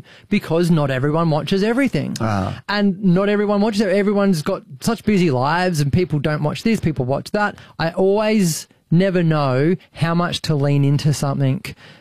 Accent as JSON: {"language": "English", "town": "Melbourne", "region": "Victoria", "country": "Australia", "accent": "Melbourne", "said": "They call out my Melbourne accent a lot on our pod."}